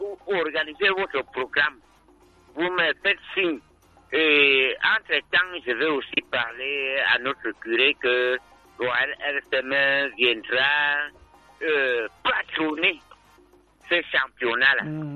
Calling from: Centre, Cameroon; Vous arriverez chez moi, je suis à Mintangom.

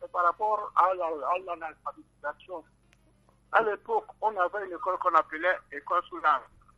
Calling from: Yaoundé, Centre, Cameroon

